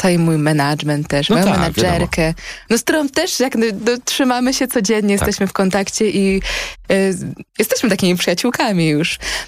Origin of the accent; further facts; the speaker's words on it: Gdańsk, Pomeranian Voivodeship, Poland; now in Warsaw, Poland; Och, ja jestem patriotką lokalną. Gdańsk zawsze będzie w moim ser